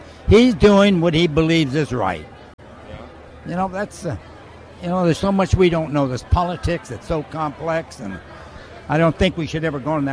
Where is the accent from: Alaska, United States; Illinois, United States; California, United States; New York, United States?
California, United States; San Francisco; born there; I was born in San Francisco.